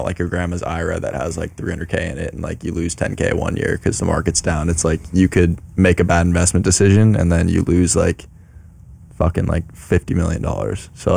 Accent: Bay Area, Marin County, California, United States; moved away as an adult; now in Orange, United States; I'm a senior finance major here at Chapman. I'm originally from the Bay Area, Marin County.

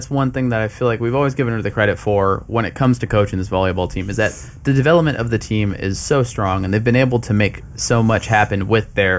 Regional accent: Santa Clara, California, United States; that's my my hometown school, Santa Clara.

